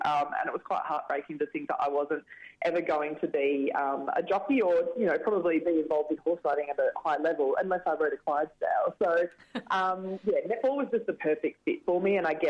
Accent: Byford, Western Australia, Australia; We grew up in Byford, We had 5 acres. Me and my sister had a couple of ponies that we did pony club on.

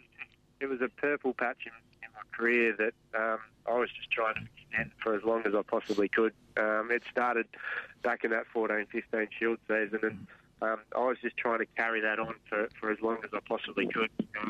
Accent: Perth, Western Australia, Australia; Growing up in Perth, probably wasn't as exposed to really big spinning wickets as much as others

